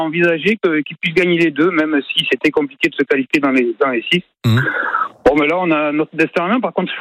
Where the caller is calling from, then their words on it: Nouvelle-Aquitaine, France; De Belimbellier, Sud-Gironde.